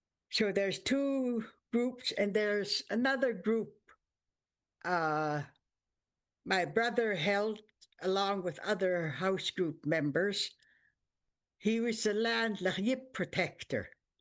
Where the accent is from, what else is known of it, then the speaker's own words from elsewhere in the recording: Gitanmax, British Columbia, Canada; moved away as an adult; now in Gitsegukla, Canada; My home origin, where I was raised, was Gitanmax Reserve. I married into Gitxibukla Reserve, which is where I'm at now.